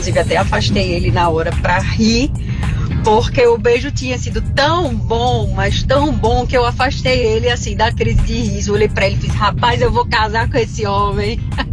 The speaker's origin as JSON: {"language": "Portuguese", "town": "Recife", "region": "Pernambuco", "country": "Brazil", "said": "Boa noite, Cato. Tudo bom? … sou de Recife, sou casada com o Roberto."}